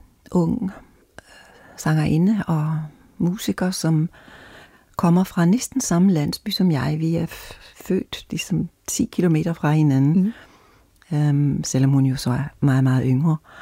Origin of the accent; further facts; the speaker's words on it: Ostrobothnia, Finland; moved away; Jeg savner min dialekt indimellem, og så har jeg en god veninde, som jeg altid taler vores hjemme. Stavns dialekt med hende